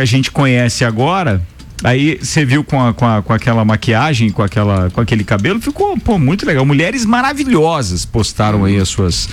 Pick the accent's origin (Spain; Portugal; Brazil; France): Brazil; quando era piá lá no Bom Retiro, nos anos 70.